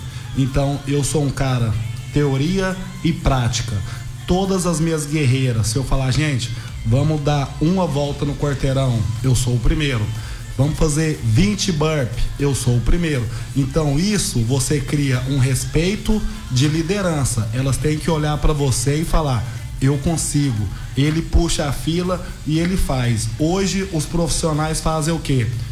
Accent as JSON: {"language": "Portuguese", "town": "Uberlândia", "region": "Minas Gerais", "country": "Brazil", "moved": "yes", "lives_now": "Guanambi, Brazil", "said": "sou de Uberlândia, Minas Gerais, tenho 36 anos"}